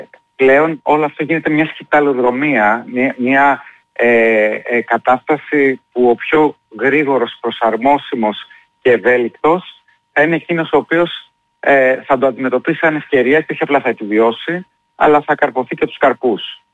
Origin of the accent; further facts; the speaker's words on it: Greece; έχουμε μάθει σαν Έλληνες στα δύσκολα.